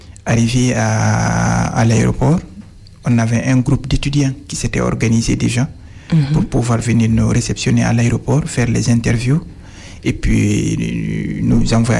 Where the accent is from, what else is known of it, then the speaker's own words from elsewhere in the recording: Guinea; moved away as an adult; also born or lived in Odessa, Ukraine; now in France; C'est mon pays d'origine